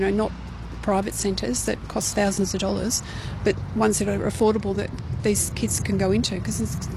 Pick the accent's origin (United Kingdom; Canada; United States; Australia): Australia; Kewdale, Western Australia; We're from Kewdale.